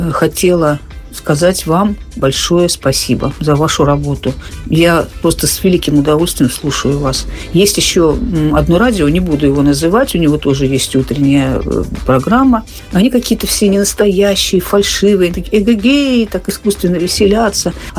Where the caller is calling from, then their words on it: Saint Petersburg, Russia; из Ленинграда.